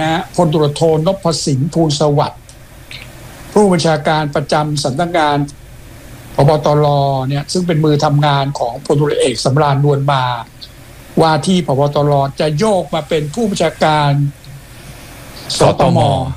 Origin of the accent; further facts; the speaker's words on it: Surin, Thailand; accent: Surin accent; สำเนียงไงสุรินทร์